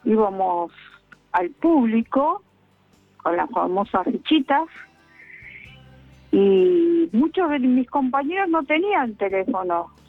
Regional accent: Lomas de Zamora, Buenos Aires Province, Argentina; Sí, sí, nací en Lomas, en el centro de Lomas. Cursé mi primaria a 6 cuadras. Hice mi secundario en el centro de Lomas, que estoy a unas 20 cuadras.

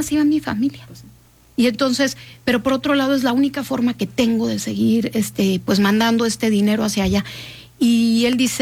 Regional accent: Mexico; Que eso nos tiende a suceder a los mexicanos cuando pensamos en países quizá como China o como

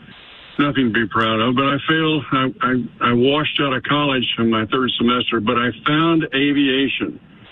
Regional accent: Waco, Texas, United States; now in Mesa, Arizona, United States; I grew up in Waco, Texas

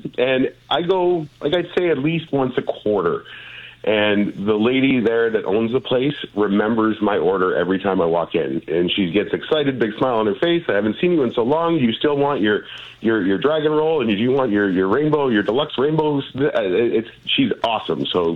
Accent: Hamilton, Ontario, Canada; Hamilton. I'm from the Hamilton area, and we could really take a lesson on our LRT screw up

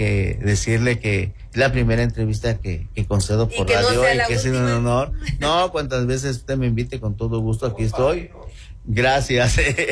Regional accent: Banderilla, Veracruz, Mexico; yo represento un pueblo al que amo y quiero, sí, donde yo nací, crecí, y estoy

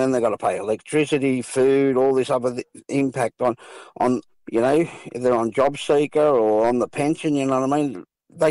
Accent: Sydney, New South Wales, Australia; born or raised there

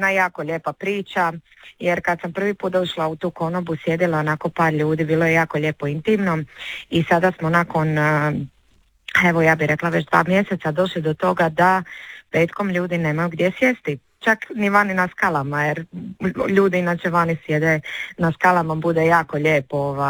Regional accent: Dalmatia, Croatia; jer se nekako ipak kao Dalmatinka najviše osjećam jer to jesam, tako da malo sam prestala srljati za nekim modernim džirevima i vratila sam se onome gdje zapravo i pripadam

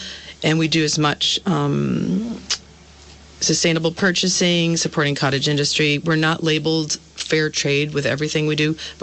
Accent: United States; We don't come in as big American

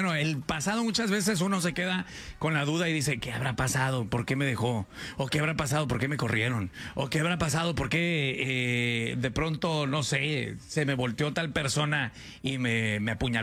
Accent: Michoacán, Mexico; also born or lived in Argentina; O sea, yo soy nacida en Argentina y criada en México, allá en Michoacán.

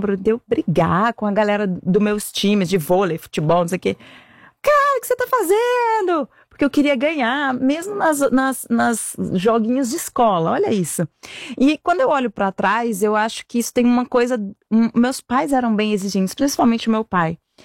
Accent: Fortaleza, Ceará, Brazil; born there; eu nasci em Fortaleza.

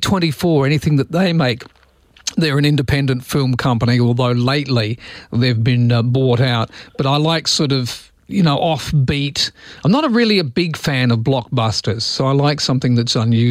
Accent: England, United Kingdom; also born or lived in Australia; I'm watching the football at the moment because I'm English. I want to watch England win, but also because I'm Australian.

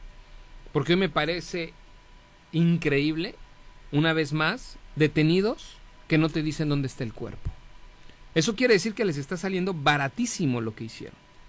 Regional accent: Mexico; como mexicano me sienta menos

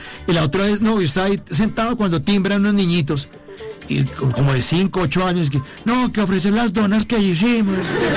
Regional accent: Bogotá, Colombia; now in Medellín, Colombia; yo, que soy Rolo, Maracabina, yo vivo en Medellín, de hecho, yo vivo en Medellín.

